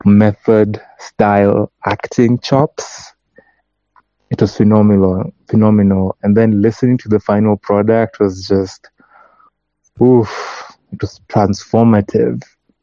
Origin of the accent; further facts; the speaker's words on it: Kisumu County, Kenya; from Kisumu County